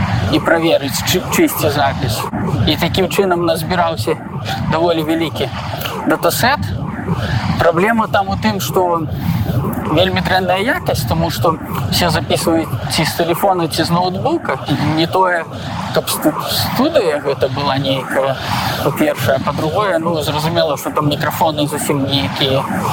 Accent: Kletsk, Minsk Region, Belarus; Ось я з Клецку, там паказваецца на мапе. Ось у нас тут такое маўленне.

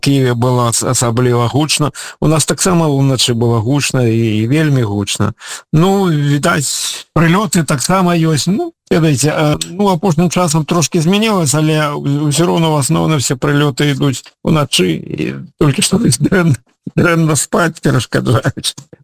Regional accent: Ukraine; я грамадзін Беларусі, але я украінец, і заўсёды быў, я сам, калі сі канал, заўсёды неяк так склалася, што я заўсёды адчуваў сябе украінцам

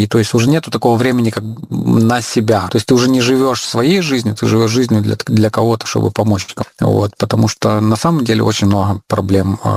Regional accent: Belarus; now in Ukraine; но я белорус

